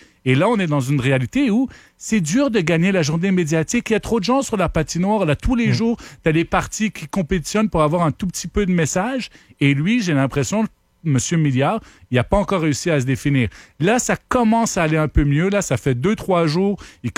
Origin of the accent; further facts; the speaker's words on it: Ottawa, Ontario, Canada; Moi, je viens d'Ottawa.